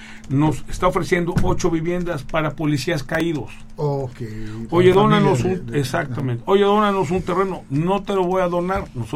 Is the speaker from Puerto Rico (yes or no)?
no; Puebla, Mexico; Como poblanos que somos